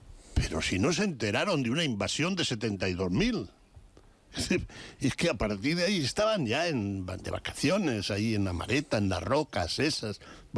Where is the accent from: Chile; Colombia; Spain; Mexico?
Spain; Burgos, Castile and León; now in Madrid, Spain; como ciudadano madrileño que soy. Bueno, soy burgalés, pero de adopción.